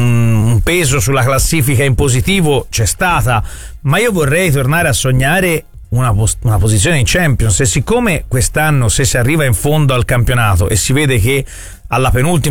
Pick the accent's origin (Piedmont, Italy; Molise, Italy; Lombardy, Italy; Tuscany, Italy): Tuscany, Italy; Florence; essendo fiorentino